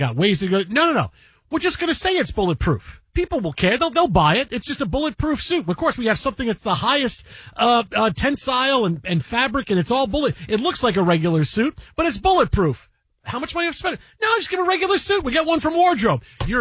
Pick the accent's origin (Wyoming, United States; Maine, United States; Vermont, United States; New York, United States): New York, United States; And I grew up in New York, but I left and I moved back and I left and I moved back.